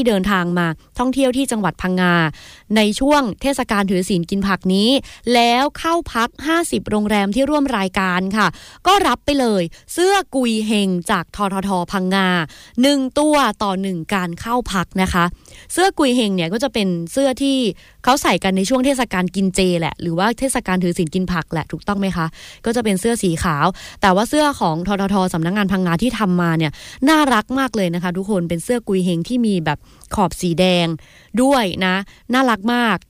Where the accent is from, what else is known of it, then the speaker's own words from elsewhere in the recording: Saraburi, Thailand; now in Takua Pa, Thailand; ไม่ใช่คนตะกั่วป่าไม่ใช่คนภาคใต้นะคะแต่ว่าก็ที่จังหวัดสระบุรีเนาะที่บ้านเกิดของ … เองนะคะก็มีกิจกรรมนี้เหมือนกันนะเป็นคนไทยเชื้อสายจีนนะคะ